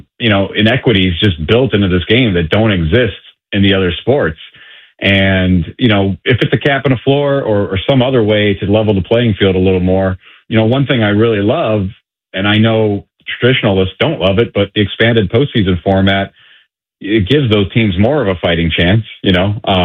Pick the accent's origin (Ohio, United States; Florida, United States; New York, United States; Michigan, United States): Ohio, United States; Cleveland; You know, I grew up in Cleveland